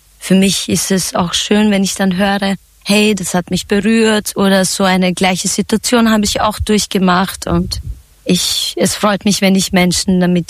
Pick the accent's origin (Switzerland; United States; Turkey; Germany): Turkey; first language Zazaki; German is a second language; now in Austria; Ich komme ja ursprünglich aus der Türkei, bin in der Türkei geboren. Als Kind hat meine Mutter mit mir immer Sazaki, das ist eine kurdische Sprache, und Türkisch gesprochen. Also ich bin zweisprachig aufgewachsen. Dann bin ich nach Österreich gekommen, dann Deutsch, neue Sprache.